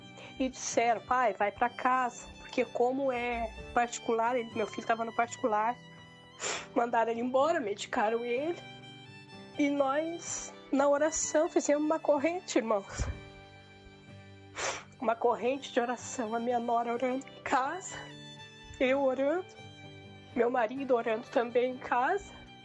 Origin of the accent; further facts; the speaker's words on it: Alvorada, Rio Grande do Sul, Brazil; sou de Alvorada, Rio Grande do Sul.